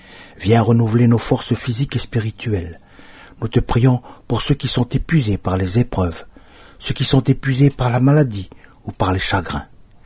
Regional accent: New Caledonia; Chez nous, en Kanaky Nouvelle-Calédonie

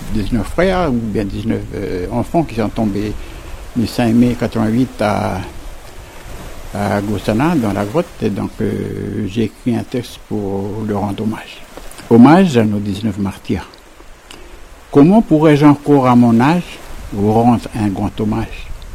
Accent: Ouvéa, Loyalty Islands Province, New Caledonia; Des fois, je lis dans les émissions, hein, je lis un texte pour faire en sorte que même si je suis loin d'Ouvéa, de ma tribu, ben, je donne quand même mon témoignage

